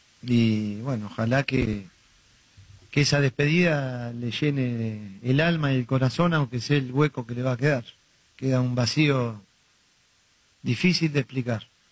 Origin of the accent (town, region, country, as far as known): Argentina; now in Monterrey, Mexico